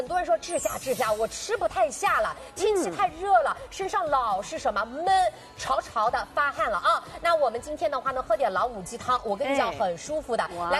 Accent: Jiangxi, China; moved away; 我老家是江西的，实话实说，嗯，我们老家也有这种所谓的这种山窝鸡，

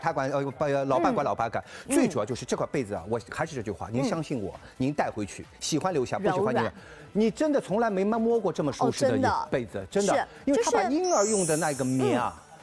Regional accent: Shanghai, China; 其次，明光太是我们上海人品牌了，

